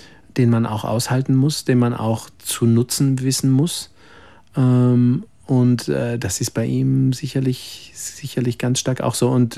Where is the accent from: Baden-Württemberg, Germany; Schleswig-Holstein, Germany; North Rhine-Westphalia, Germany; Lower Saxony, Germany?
Schleswig-Holstein, Germany; moved away; Ich komme ja eigentlich aus Schleswig-Holstein in Norddeutschland